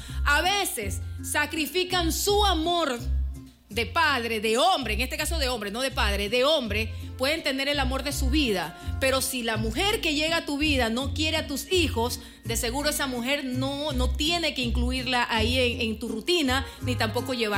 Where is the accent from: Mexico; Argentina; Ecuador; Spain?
Ecuador; nosotros también los ecuatorianos celebramos el Día del Padre.